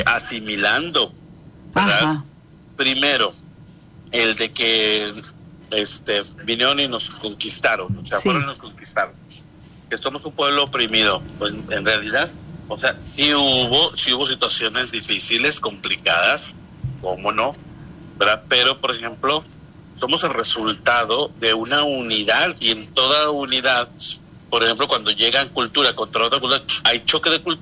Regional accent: Mexico

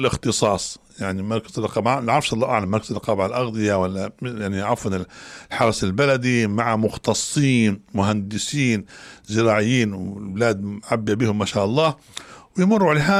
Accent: Libya; وحنا كنا كليبيين نعرفوا استنزاف الأرض

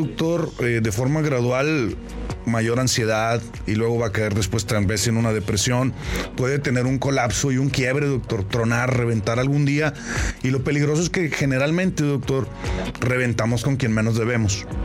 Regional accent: Mexico; no nada más exclusivo de nosotros como mexicanos

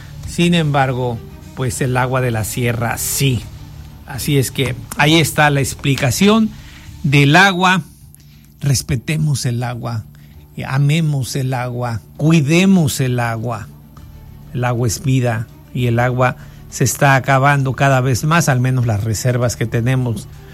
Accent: Vallecitos de Zaragoza, Guerrero, Mexico; Empieza ahí precisamente en Vallecitos. Y bueno, pues de allá viene el agua, señores, de allá de mi pueblo.

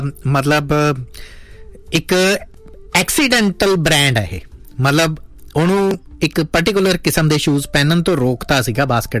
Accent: Punjab, India; ਦਰਬਾਰ ਸਾਹਿਬ ਮੱਥਾ ਟੇਕਿਆ ਇੱਥੇ ਤਾਂ ਅਸੀਂ ਬਚਪਨ ਚ ਪਲੇ ਵਧੇ ਹੀ ਆ

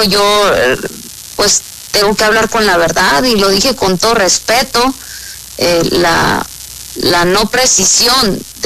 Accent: Sinaloa, Mexico; soy norteña, soy sinaloense

